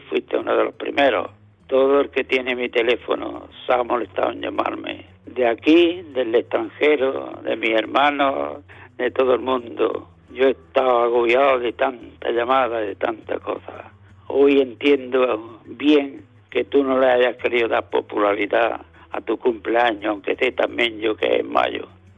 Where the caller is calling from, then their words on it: Almuñécar, Andalusia, Spain; Hola, Manolo … de Almuñécar, gerente de la Peña El Aguacate.